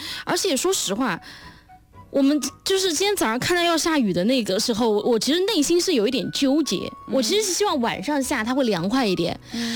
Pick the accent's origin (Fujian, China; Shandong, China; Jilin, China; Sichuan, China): Sichuan, China; 作为四川人来说。